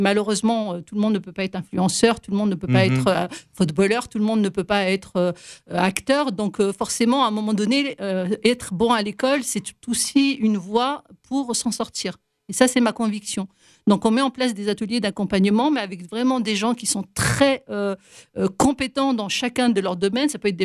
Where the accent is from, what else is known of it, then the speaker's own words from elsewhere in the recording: Aubervilliers, Île-de-France, France; Moi-même, je suis un pur produit des quartiers. Je suis d'Aubervilliers. J'ai fait de ma maternelle jusqu'à mon lycée à Aubervilliers.